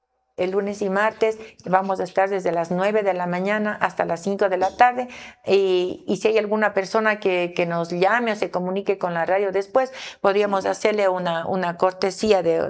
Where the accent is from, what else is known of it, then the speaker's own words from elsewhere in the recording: Ecuador; Somos latinos, somos gente buena, los ecuatorianos somos gente de bien y que Dios les bendiga siempre.